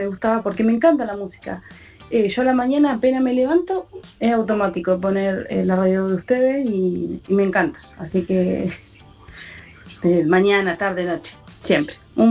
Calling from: Neuquén, Argentina; desde Neuquén.

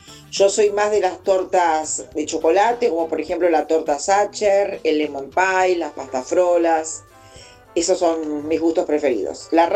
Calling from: Moreno, Buenos Aires Province, Argentina; soy de Moreno

